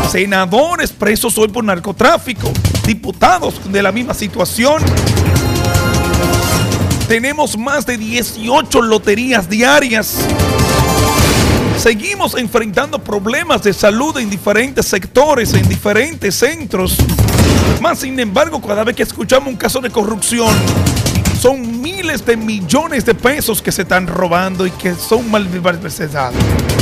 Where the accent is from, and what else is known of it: Dominican Republic